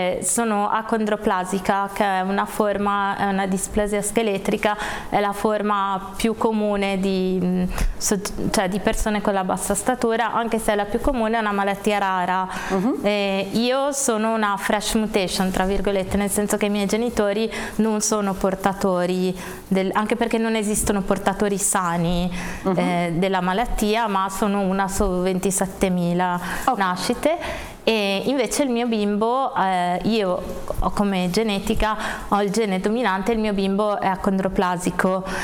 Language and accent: Italian; Genoa, Liguria, Italy; io sono di Genova, quindi ho la fortuna di avere il Gaslini a due passi